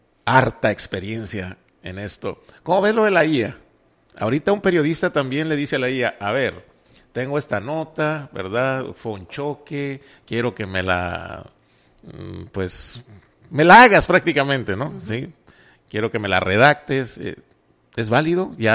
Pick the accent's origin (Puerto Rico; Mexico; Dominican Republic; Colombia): Mexico